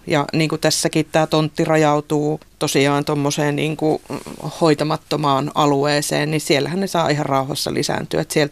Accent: Mikkeli, South Savo, Finland; moved away; Mä oon kuitenkin syntyperäinen otavalainen, ollut välillä muualla, ja sitten kun palasin tänne, mutta kun mä oon aiemmin asunut tuolla toisella puolella Otavaa

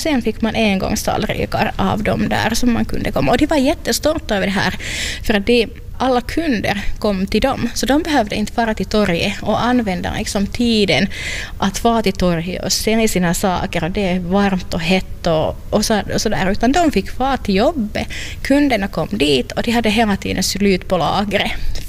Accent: Finland; det blev lite sådär högkurs av olika saker som vi finländare ville sen köpa från henne.

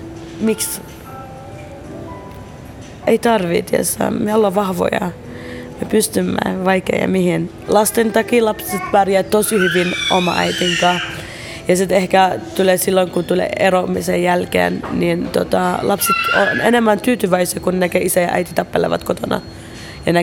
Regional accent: Baghdad, Baghdad Governorate, Iraq; Finnish is a second language; now in Finland; mutta ei, mä oon Bagdadista, niin meillä ei yleensä tällainen

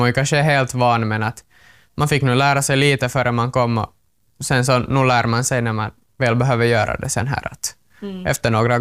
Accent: Åland, Finland; och jag kommer från Åland.

